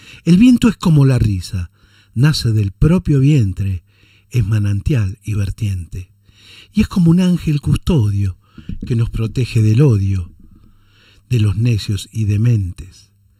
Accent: Argentina; Es increíble que esto esté pasando en mi país.

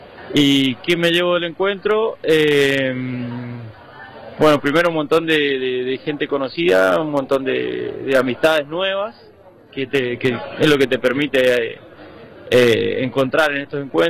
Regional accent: Vista Flores, Mendoza, Argentina; Soy de Vista Flores, un pueblito ubicado en el oeste, centro-oeste mendocino.

